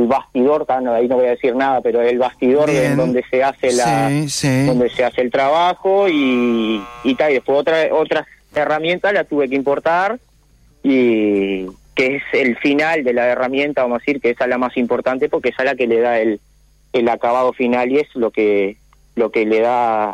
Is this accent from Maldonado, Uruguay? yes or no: yes; San Carlos, Maldonado, Uruguay; now in José Ignacio, Uruguay; Soy de San Carlos de Maldonado, pero ahora por temas laborales, hace 4 años y medio que estamos en José Ignacio.